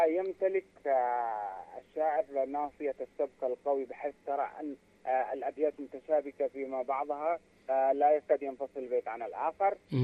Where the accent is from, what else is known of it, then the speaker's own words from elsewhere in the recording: Tihama, Yemen; مثلا عندنا في تهامة يعني زي ما تقول كيلوهات مربعة من الأشجار السمر والسلام وأشجار أخرى ونباتات وحيوانات برية نسميها هيجة.